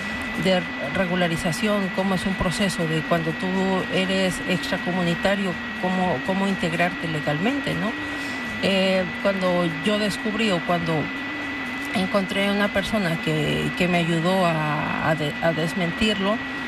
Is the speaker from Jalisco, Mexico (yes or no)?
yes; Guadalajara, Jalisco, Mexico; Sí, es correcto, soy tapatía, así es.